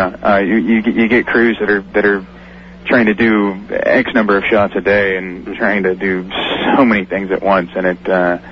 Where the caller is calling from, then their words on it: Los Angeles, California, United States; I'm calling from Los Angeles.